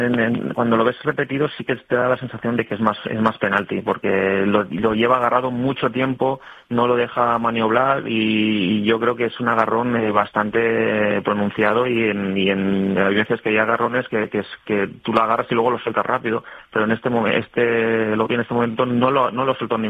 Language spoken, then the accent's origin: Spanish; Valencian Community, Spain; Sí que es verdad que me tira más la tierra, porque yo soy valenciano